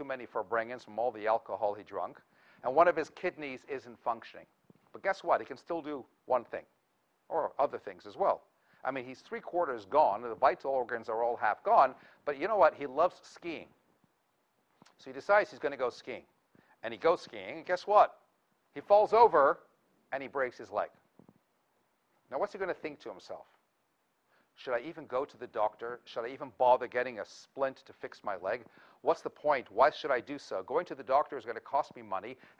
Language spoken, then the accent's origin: English; Toronto, Ontario, Canada; In my childhood bedroom, where I grew up in Toronto, Canada